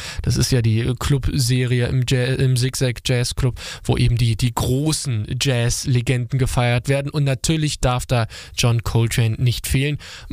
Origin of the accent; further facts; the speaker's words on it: Rhineland, Germany; das ist für mich als Rheinländer mindestens genauso Grund zu feiern.